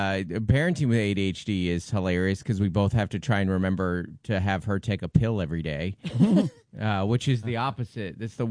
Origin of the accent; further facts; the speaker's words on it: Seattle, Washington, United States; But growing up in Seattle, I was like 20 years old and married and just like a rainy, dark road.